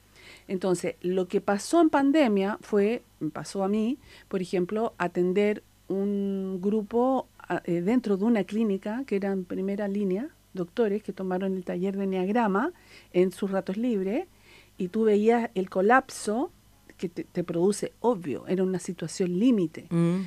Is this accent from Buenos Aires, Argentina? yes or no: yes; Buenos Aires, Argentina; moved away; Yo soy de Buenos